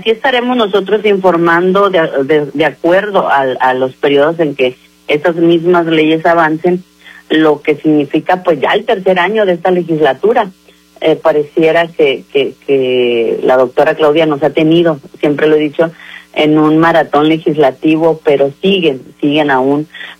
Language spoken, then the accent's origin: Spanish; Ahome, Sinaloa, Mexico; nacida aquí en Ahome, aquí he estudiado, aquí he crecido, es mi tierra